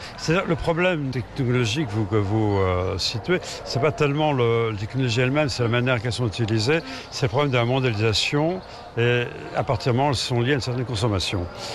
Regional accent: France; Je suis français d'origine, donc en plus, pour moi, évidemment, je suis fasciné par tout le monde traditionnel.

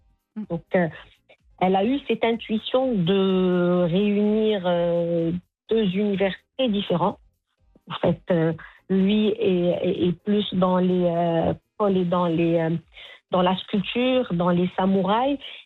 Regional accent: Morocco; Parce que déjà, lui, il est français. Moi, je suis marocaine.

